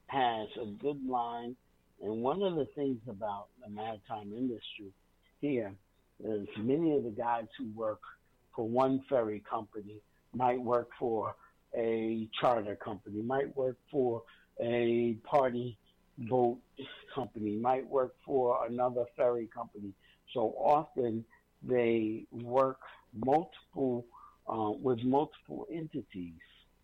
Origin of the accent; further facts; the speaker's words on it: New York, United States; And because we hail, meaning we come from Harlem, New York, that is where our boat is registered to with the Coast Guard.